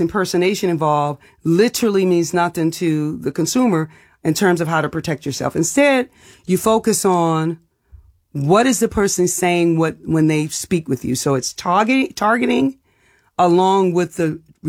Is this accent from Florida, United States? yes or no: no; New Orleans, Louisiana, United States; Well, I grew up in New Orleans. You didn't answer the door.